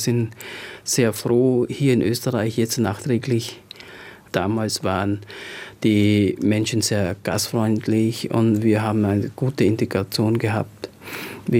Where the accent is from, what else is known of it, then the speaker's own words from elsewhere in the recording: Cambodia; now in Europe; Wenn ich dort bin, dann sehen sie mich nicht mehr als Kambodschaner.